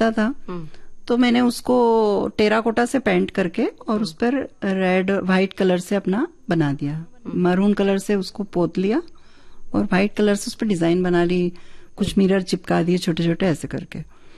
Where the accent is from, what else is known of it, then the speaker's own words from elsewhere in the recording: Madhya Pradesh, India; first language Malvi; तो चूंकि मैं मालवा से हूँ, तो मैंने एक पुस्तक मेरी मालवी बोली में मैंने निकाली है